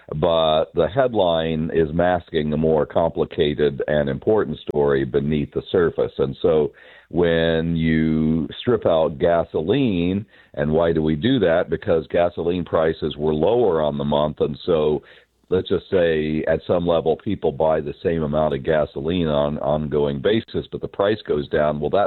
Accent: Kansas, United States; as a kid growing up in Kansas

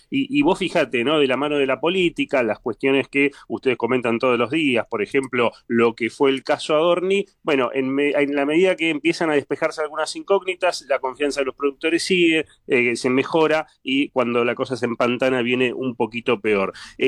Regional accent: Argentina; fíjate cómo somos los argentinos

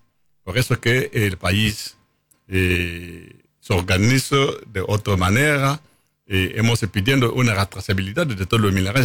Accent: central, DR Congo; Spanish is a second language; Y yo soy del centro de Congo.

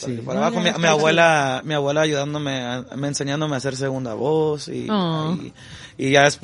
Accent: Sinaloa, Mexico; moved away; Yo soy de Sinaloa, pero me fui a Mexicali.

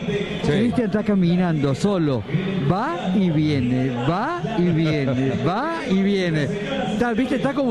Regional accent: Deán Funes, Córdoba, Argentina; born there; Ahí nací yo, papá.

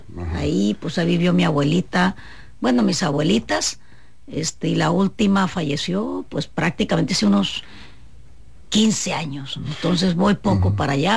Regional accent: Aguacaliente de Cebada, Sinaloa, Mexico; born there; Yo nací en un pueblo de la sierra de Sinaloa que se llama Aguacaliente de Cebada.

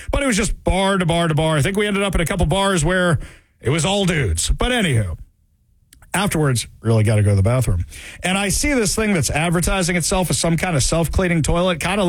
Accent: New York, United States; We didn't really know anything about Seattle. We're from New York.

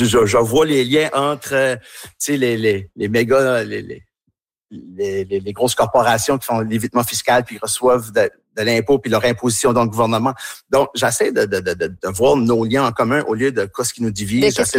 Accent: Tracadie, New Brunswick, Canada; born there; accent: Tracadie Acadian; moved away; also born or lived in Niagara Falls, Ontario / Toronto / Montreal; Je suis né en Ontario, à Niagara Falls, en Ontario, chez les anglophones. C'est une famille francophone de parents très fiers acadiens qu'on n'a pas le droit de parler en anglais dans la maison et ainsi de suite. Déménagé en ruralité à Tracadie sur l'ancienne ferme de mon grand-père

